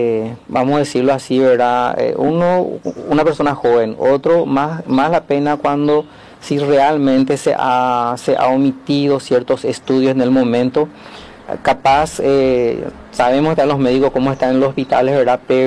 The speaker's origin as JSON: {"language": "Spanish", "town": "Yaguarón", "region": "Paraguarí", "country": "Paraguay", "said": "soy de Yaguarón."}